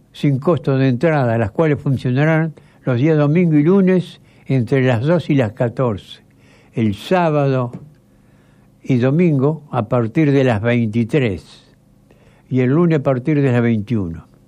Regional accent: Santa Fe, Argentina; como somos santafesinos también

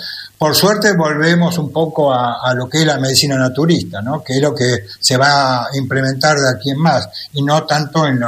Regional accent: Buenos Aires, Argentina; moved away as an adult; also born or lived in Carhué, Argentina; now in Bolívar, Argentina; Bien, nosotros somos originalmente de Capital Federal, de Buenos Aires, y estuve 4 años trabajando como director médico en un hospital en Carué, el partido de Adolfo Alsina

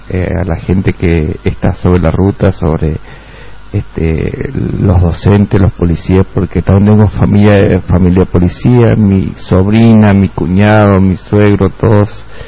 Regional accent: Las Breñas, Chaco, Argentina; moved away as an adult; now in General San Martín, Argentina; yo soy de Las Breñas, voy a cumplir 29 años que vine a San Martín

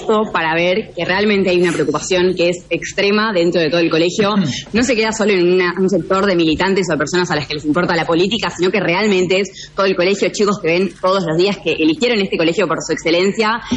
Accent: Argentina; como argentinos que creemos que realmente la educación pública gratuita de calidad no se puede negociar

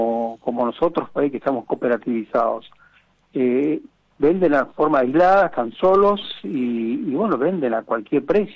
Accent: Montecarlo, Misiones, Argentina; Yo soy de Monte Carlo. Está más o menos a 100 kilómetros de las Cataratas de Iguazú

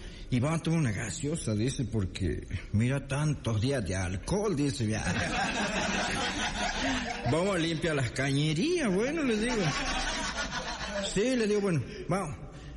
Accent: Sejolá, Santiago del Estero, Argentina; born there; also born or lived in Quimilí; ustedes saben que yo vengo, como siempre, de Quimilí. Pero yo más soy de Sejolá, soy nacido en Sejolá, un pueblito chiquito.

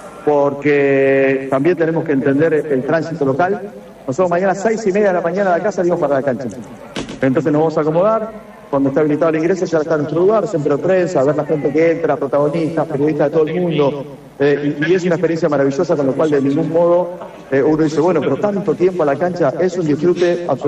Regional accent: Argentina; somos todos argentinos

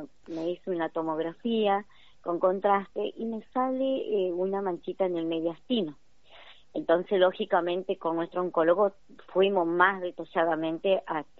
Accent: Conscripto Bernardi, Entre Ríos, Argentina; born there; moved away as an adult; now in Federal, Argentina; soy de …, como usted dijo, yo nací en Concepto Bernardi, pero hace 17 años estoy trabajando acá en la ciudad de Federal, como docente

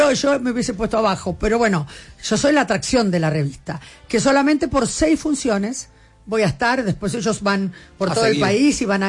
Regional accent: Argentina; Mi lugar en el mundo, la Argentina. Soy argentina hasta la muerte, porque tengo la suerte de haber conocido algunos países que amo

